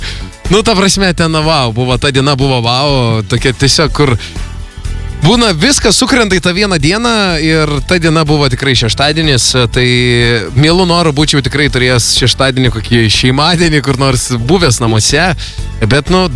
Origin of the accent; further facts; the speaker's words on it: Klaipėda, Klaipėda County, Lithuania; kaip klaipėdiečiai